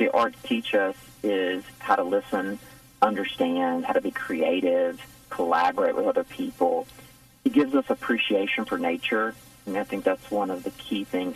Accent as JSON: {"language": "English", "region": "the South", "country": "United States", "tie": "born or raised there", "said": "Growing up in the South, you know, I think we have a heightened awareness of people and relationships"}